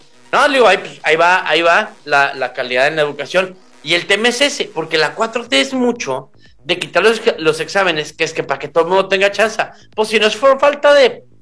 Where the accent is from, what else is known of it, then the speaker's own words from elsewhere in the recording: Mexico; Yo soy mexicano y yo acepto mi realidad.